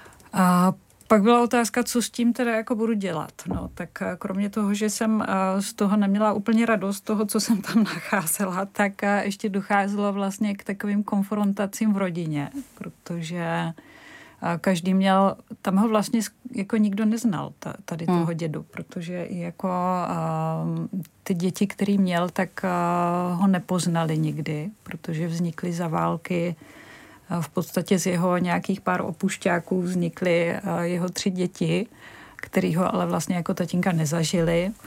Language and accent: Czech; Brno, South Moravian Region, Czechia; Prostě my jsme byli vždycky Brňáci a nějaká národnost, ať už česká nebo německá, v tom nehrála žádnou roli.